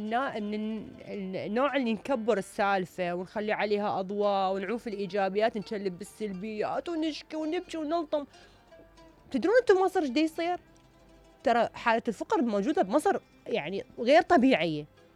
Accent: Iraq; احنا متاذين من العراق

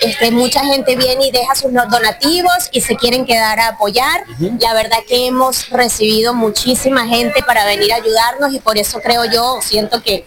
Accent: Venezuela; now in Yucatán, Mexico; no solamente somos venezolanos

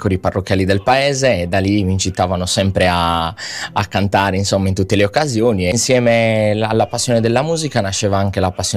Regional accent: Monti, Sardinia, Italy; No, sono di Monti, un piccolo paese.

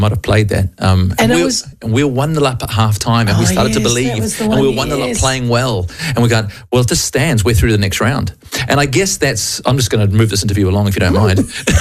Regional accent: New Zealand

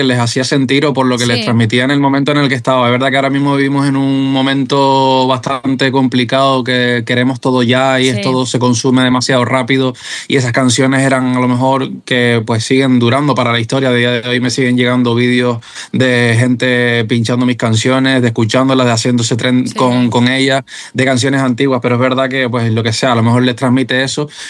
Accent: Andalusia, Spain; born there; moved away; also born or lived in Málaga; yo nací en Andalucía

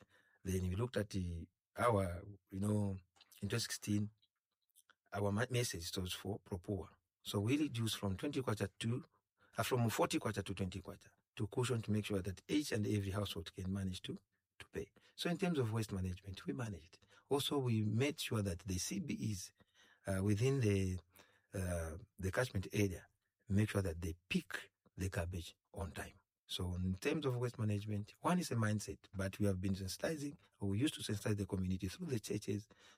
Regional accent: Lusaka, Lusaka Province, Zambia; Yeah, I was born from Mandevu constituency, near Inchpata compound, near Katete Tavern there. That's where I grew up.

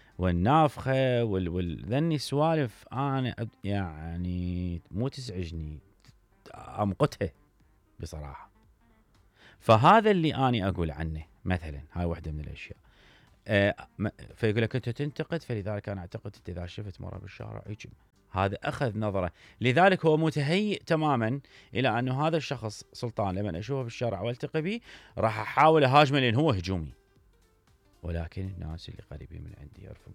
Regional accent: Iraq

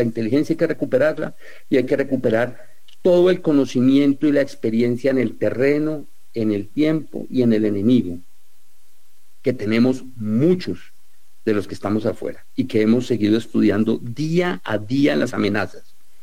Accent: Colombia

